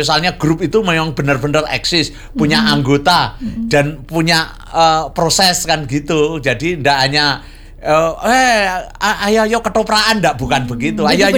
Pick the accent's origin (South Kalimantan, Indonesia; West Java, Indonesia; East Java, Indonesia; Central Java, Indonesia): East Java, Indonesia; kita orang Jawa Timur, khususnya Ponorogo